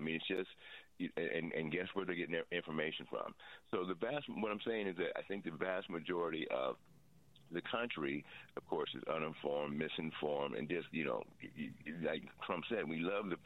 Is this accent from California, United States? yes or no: yes; California, United States